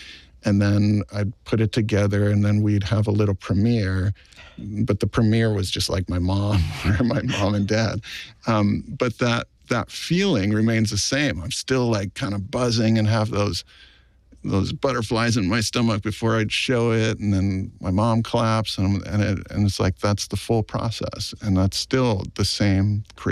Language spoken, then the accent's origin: English; Hawaii, United States; You know, I always sort of compartmentalized my upbringing and my culture and growing up in Hawaii as sort of a separate thing than my experience as a filmmaker.